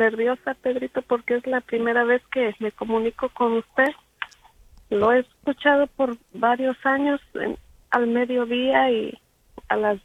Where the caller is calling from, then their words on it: Fairfield, California, United States; Estoy llamando desde Fairfield, California.